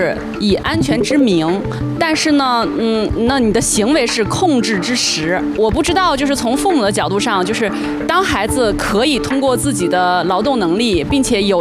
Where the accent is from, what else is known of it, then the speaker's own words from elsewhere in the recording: Shijiazhuang, Hebei, China; 我是石家庄人啊，其实我也有同款父母，就是希望孩子是以在父母身边，这个可能是我们那个地域里面相对保守的一点。